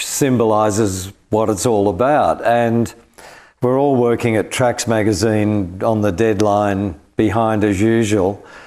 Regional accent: Australia; you know, we're from Australia and the early 70s was an extraordinary time in the West Coast of America.

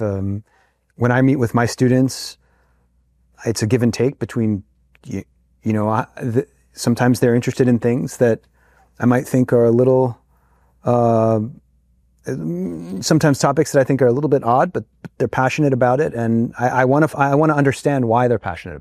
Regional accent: Pittsburgh, Pennsylvania, United States; I grew up in Pittsburgh and I went to high school in Pittsburgh

